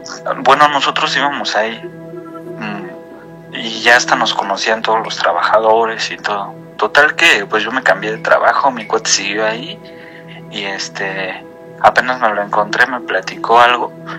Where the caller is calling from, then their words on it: State of Mexico, Mexico; Del Estado de México.